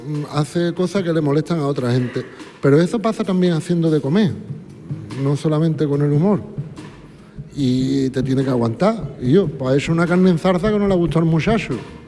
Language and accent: Spanish; Algeciras, Andalusia, Spain; yo soy de Algeciras